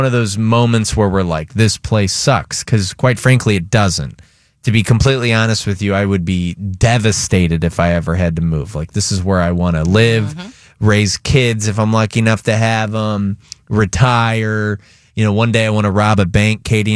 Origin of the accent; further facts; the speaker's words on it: Detroit, Michigan, United States; now in Tampa Bay, United States; I was raised in Detroit, Michigan. People there are very proud, yeah.